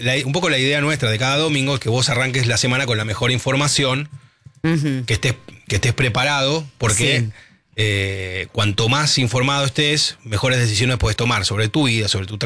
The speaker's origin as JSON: {"language": "Spanish", "country": "Argentina"}